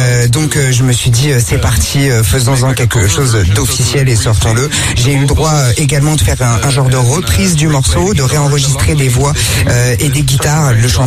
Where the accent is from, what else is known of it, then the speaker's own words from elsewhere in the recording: Netherlands; avait été un tube chez moi aux Pays-Bas.